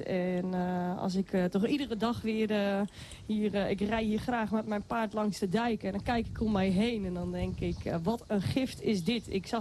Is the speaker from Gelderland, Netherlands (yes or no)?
yes; Arnhem, Gelderland, Netherlands; moved away; Ja, ik kom uit de stad. Ik kom uit Arnhem. Dus ik ben echt midden in de stad opgegroeid.